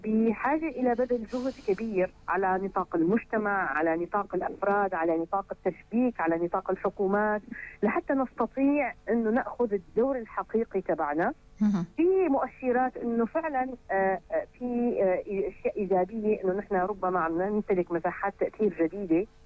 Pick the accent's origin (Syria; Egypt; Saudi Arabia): Syria; شو اللي بيجمعنا نحن كسوريين،